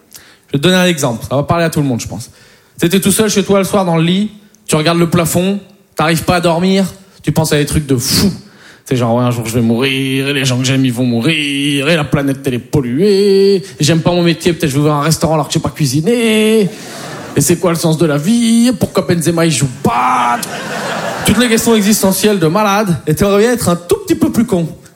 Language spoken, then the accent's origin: French; Poitiers, Nouvelle-Aquitaine, France